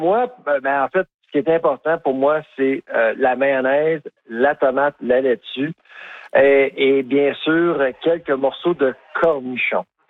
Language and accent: French; Quebec, Canada; now in Nova Scotia, Canada; moi, je suis Québécois, mais je vis pas au Québec.